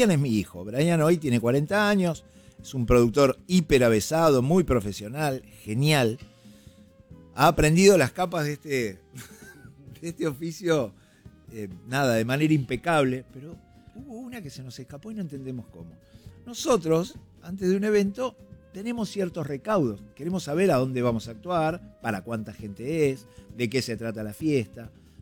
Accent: Mar del Plata, Buenos Aires Province, Argentina; born there; moved away as an adult; now in Buenos Aires, Argentina; yo nací en Mar del Plata

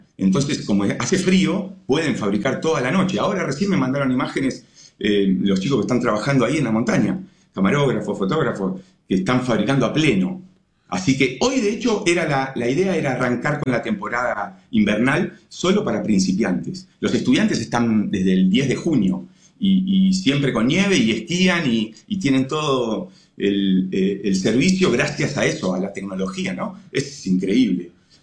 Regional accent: Buenos Aires, Argentina; now in Lomas de Zamora, Argentina; Soy de Buenos Aires, de zona oeste, y hace cuando formé mi familia me fui a vivir a Lomas de Zamora.

